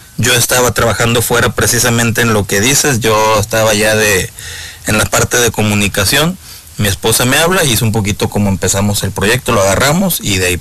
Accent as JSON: {"language": "Spanish", "town": "Tampico", "region": "Tamaulipas", "country": "Mexico", "tie": "born or raised there", "moved": "as an adult", "lives_now": "Mexico City, Mexico", "said": "Yo crecí en Tampico."}